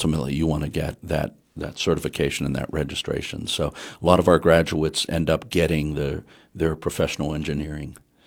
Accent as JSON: {"language": "English", "town": "Wheeling", "region": "West Virginia", "country": "United States", "tie": "born or raised there", "said": "end, you know, I grew up in Wheeling."}